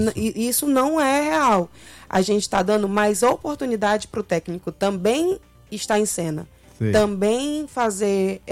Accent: Ceará, Brazil; E eu sou cearense, Clebson é cearense, nascidos e criados.

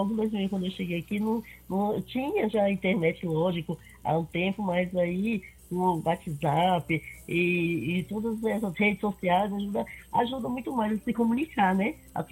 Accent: Ceará, Brazil; moved away as an adult; also born or lived in São Paulo state; now in Piracicaba, Brazil; eu nasci no estado de São Paulo, depois fui embora pro Ceará. Eu sou cearense mesmo, né? Porque eu era um bebê, né?

